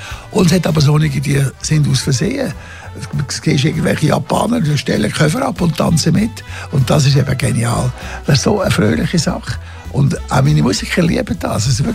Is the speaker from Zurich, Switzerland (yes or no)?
yes; Zurich, Switzerland; Und bei uns in Zürich ist das so, ja, ich rede jetzt mal von Zürich, vielleicht in der Schweiz generell, sind immer weniger geworden.